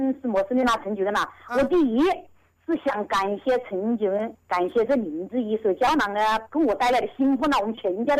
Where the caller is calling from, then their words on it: Yingcheng, Hubei, China; 我是应城郎君里的呢。